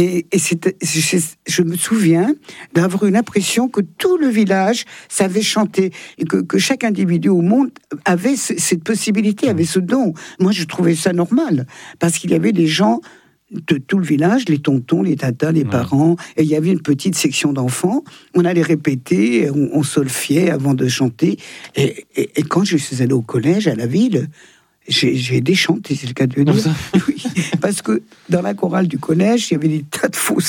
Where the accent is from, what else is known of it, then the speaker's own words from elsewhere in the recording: Thonon-les-Bains, Auvergne-Rhône-Alpes, France; born there; Je suis née à Thonon.